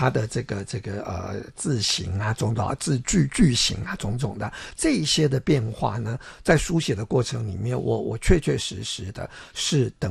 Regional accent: Taiwan; first language Taiwanese Hokkien; 因为我自己也是台湾人啊，那台语也是我的母语，好像不难

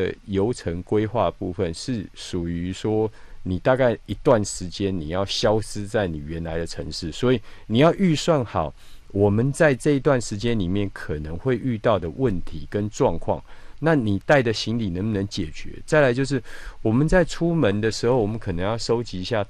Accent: Taiwan; 我们台湾人这个护照基本上非常好用

